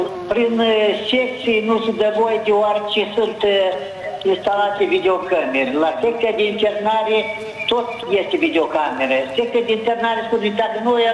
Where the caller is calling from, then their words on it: Cimișlia, Cimișlia District, Moldova; de la Cimișlia.